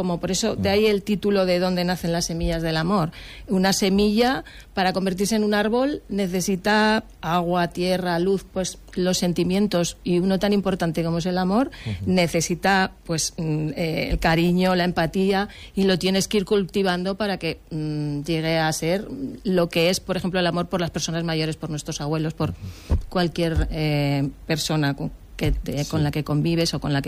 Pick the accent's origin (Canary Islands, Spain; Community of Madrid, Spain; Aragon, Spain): Aragon, Spain; Bueña; Javier Santos tiene una vinculación especial con Bueña y yo es que soy de Bueña.